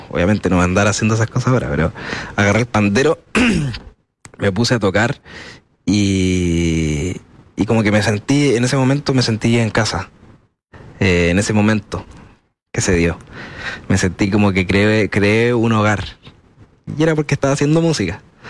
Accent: Concepción, Biobío, Chile; Yo he vivido toda mi vida en Conce, nunca me he ido de Conce.

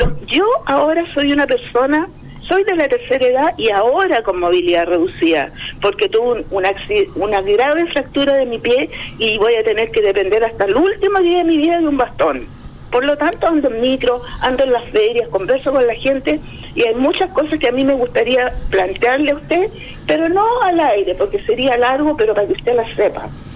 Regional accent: Santiago, Santiago Metropolitan Region, Chile; Nacida y criada en Las Galias, llegar a Rodrigo de Araya.

